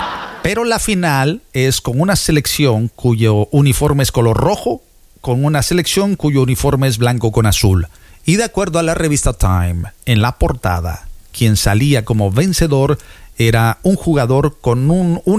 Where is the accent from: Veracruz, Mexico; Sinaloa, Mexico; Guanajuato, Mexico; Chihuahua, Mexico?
Veracruz, Mexico; soy de oro, soy jarocho.